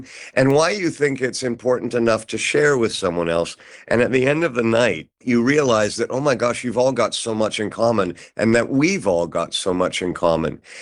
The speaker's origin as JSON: {"language": "English", "town": "Toronto", "region": "Ontario", "country": "Canada", "tie": "born or raised there", "also_born_or_lived": "California", "moved": "yes", "said": "I found a small farming community back in the East Coast, actually quite close to where I grew up in Toronto."}